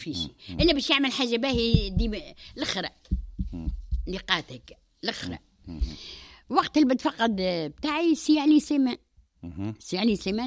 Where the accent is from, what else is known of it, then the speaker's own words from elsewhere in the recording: Ezzahra, Ben Arous, Tunisia; moved away; also born or lived in Tunis; قلت لك انا من زهره